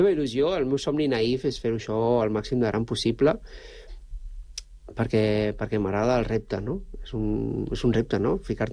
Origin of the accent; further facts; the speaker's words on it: Manresa, Catalonia, Spain; born there; Jo sóc d'una ciutat mitjana, jo he nascut a Manresa, i m'agrada, no?, aquest ambient d'una ciutat mitjana.